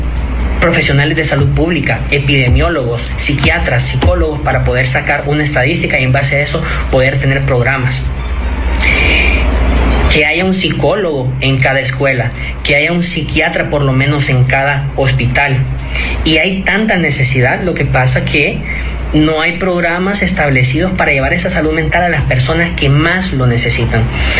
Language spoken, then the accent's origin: Spanish; Honduras